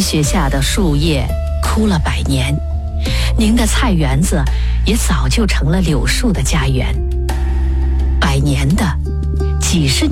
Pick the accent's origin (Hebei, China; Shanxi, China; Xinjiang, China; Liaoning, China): Xinjiang, China; Barkol; born there; moved away; 我出生在新疆巴里坤，是第一批从江苏到新疆哈密支边人的后代。离开哈密已经25年了